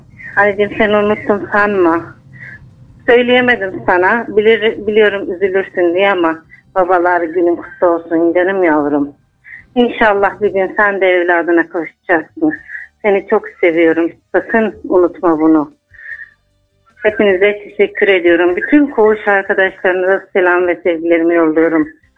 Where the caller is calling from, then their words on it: Istanbul, Turkey; İstanbul'dan sevgilerle diyeyim.